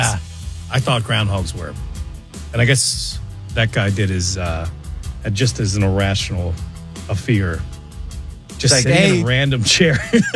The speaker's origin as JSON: {"language": "English", "region": "Maryland", "country": "United States", "tie": "born or raised there", "said": "I remember growing up in Maryland, had a lot of groundhogs in the backyard"}